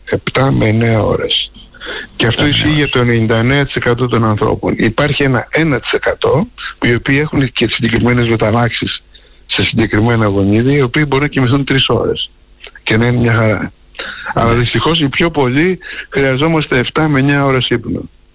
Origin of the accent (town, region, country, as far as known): Greece